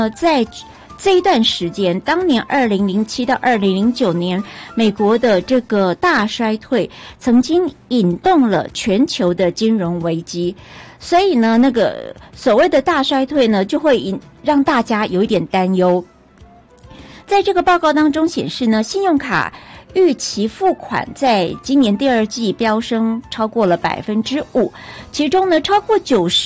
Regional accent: Taiwan; 美国人跟我们台湾人不太一样

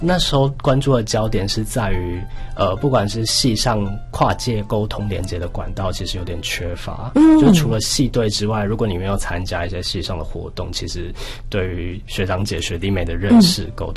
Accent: Yunlin County, Taiwan; 我是云林人，

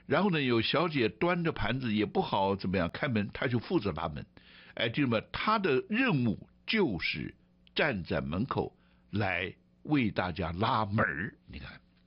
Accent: China; 您知道吗？我们中国人的这个筷子，它有它的历史，更有它的一个学问在的

